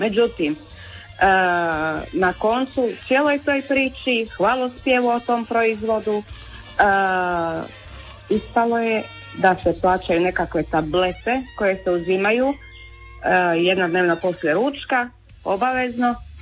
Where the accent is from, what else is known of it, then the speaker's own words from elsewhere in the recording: Chakavian-speaking coastal area, Croatia; accent: Chakavian; Čakavka, pa može se reći.